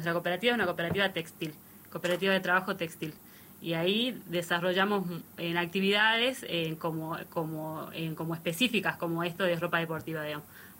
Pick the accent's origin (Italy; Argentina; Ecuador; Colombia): Argentina; San Ramón de la Nueva Orán, Salta; born there; moved away; Yo nací en Orán y ahora vivo acá.